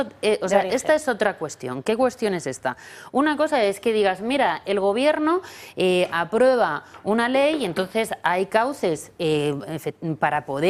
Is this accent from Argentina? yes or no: no; Spain; nuestro futuro como españoles